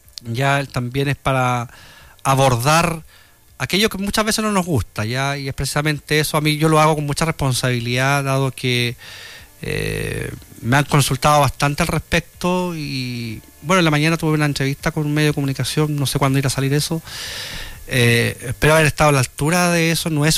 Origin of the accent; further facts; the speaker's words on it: Biobío, Chile; yo soy de Cayucupil.